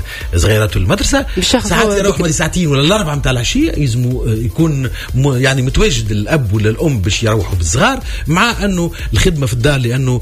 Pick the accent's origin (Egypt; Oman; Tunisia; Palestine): Tunisia; المدارس عندنا في تونس